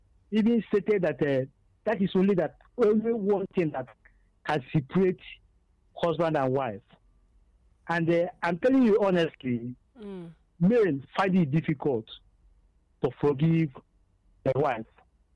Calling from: Enugu, Enugu State, Nigeria; I'm calling from Enugu.

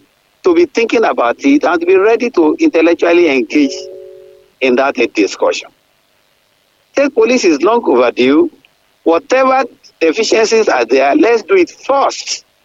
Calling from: Iwo, Osun, Nigeria; from Iwo.

